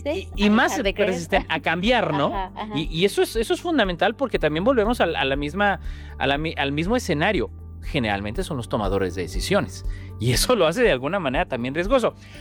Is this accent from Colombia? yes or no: no; Mexico